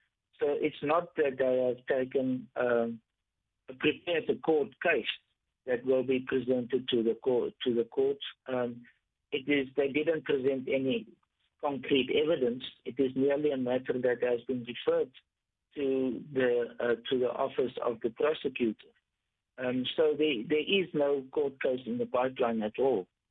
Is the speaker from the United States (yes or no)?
no; South Africa; being a South African myself